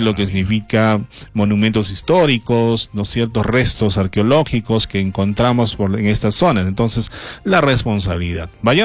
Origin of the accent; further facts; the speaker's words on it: Arequipa, Peru; estamos inclusive como arequipeños, debemos al menos una vez visitar, conocer, interactuar con todas las comunidades de la Reserva Nacional de Salinas y Aguada Blanca que tenemos a pocos minutos